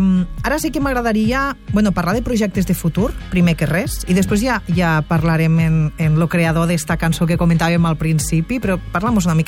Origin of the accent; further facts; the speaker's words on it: Catalonia, Spain; Claro, llavors, pues, tots som del Montsià